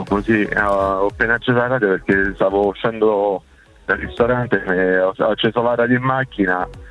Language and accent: Italian; Rome, Lazio, Italy; Roma, sì.